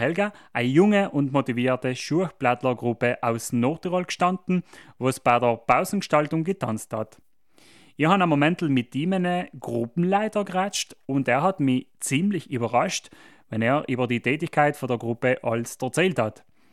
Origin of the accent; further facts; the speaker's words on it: Valencia, Valencian Community, Spain; moved away; Ich selber stamme ursprünglich aus Valencia in Spanien